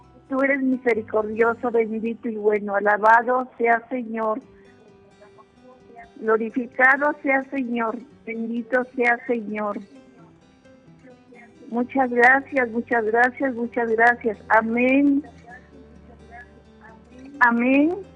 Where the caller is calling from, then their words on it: Jalapilla, Veracruz, Mexico; Hablo de Jalapilla, Veracruz.